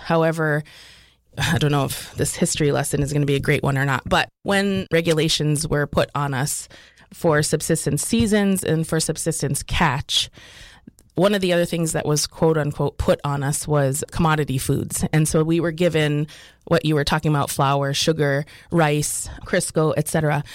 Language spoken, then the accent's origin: English; Kotzebue, Alaska, United States; So I grew up in Kotzebue in Sisolok, and we had an abundance of caribou.